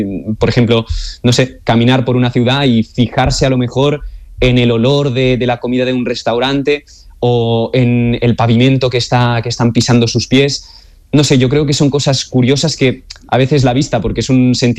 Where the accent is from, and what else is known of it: Olot, Catalonia, Spain